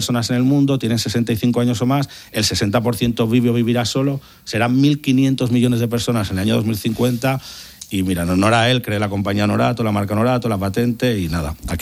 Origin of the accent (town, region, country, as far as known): Zaragoza, Aragon, Spain